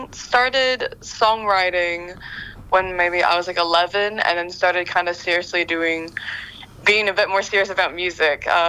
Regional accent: Wellington, New Zealand; I'm born and raised in Wellington. But, yeah, Filipino, so definitely grew up doing a lot of singing, a lot of karaoke

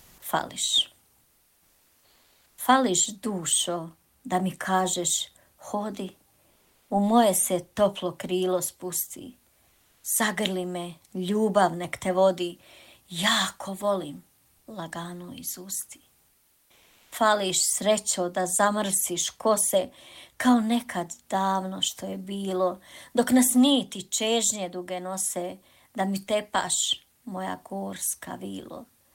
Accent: Županja, Vukovar-Syrmia County, Croatia; also born or lived in Domaljevac, Bosnia and Herzegovina / Matići near Orašje, Bosnia and Herzegovina; now in Germany; rođena sam u Domaljevcu, Bosna i Hercegovina, odrasla u Županji, udata u Matiće kod Oraša, živim i radim u Njemačkoj

